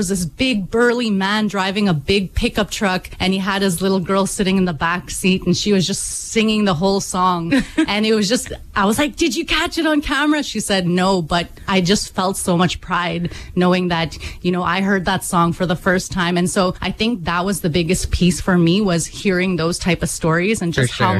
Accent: Cumberland House, Saskatchewan, Canada; I come from Cumberland House Cree Nation, which is in northern Saskatchewan. It's the oldest settlement, and my connection to my people, family, ceremony, community, and ancestors is at the center of who I am.

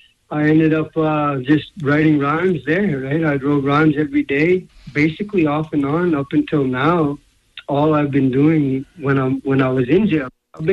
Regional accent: Saskatoon, Saskatchewan, Canada; I was just told that Saskatoon, because I'm from Saskatoon, that Saskatoon does not have a drug treatment court

